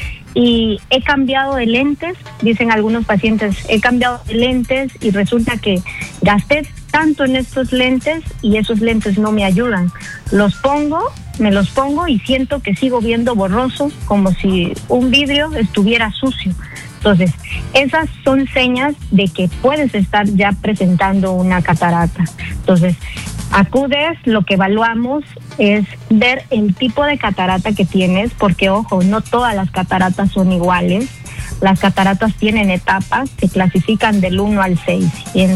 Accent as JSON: {"language": "Spanish", "country": "Mexico", "moved": "yes", "lives_now": "Peru", "said": "soy mexicana"}